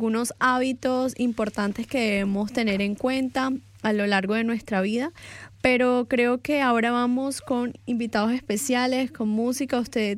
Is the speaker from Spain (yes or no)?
no; Colombia; now in Australia; Yo vengo de Colombia